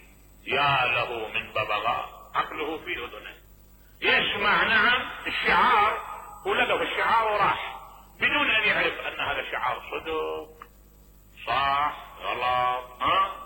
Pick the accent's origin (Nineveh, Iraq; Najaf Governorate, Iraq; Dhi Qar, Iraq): Najaf Governorate, Iraq; Najaf; قال لي انت منين؟ قلت انا من النجف.